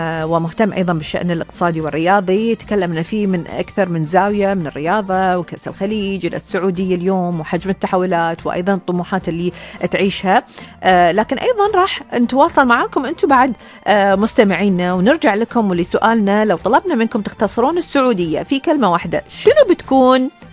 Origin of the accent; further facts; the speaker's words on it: Bahrain; وإحنا هني في مملكة البحرين